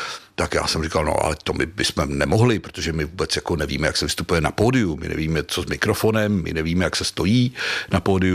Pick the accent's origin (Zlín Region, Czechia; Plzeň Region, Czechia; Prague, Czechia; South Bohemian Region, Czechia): South Bohemian Region, Czechia; moved away as an adult; i když už od 23 let žiju jinde, tak jsem pořád Jihočech tělem a duší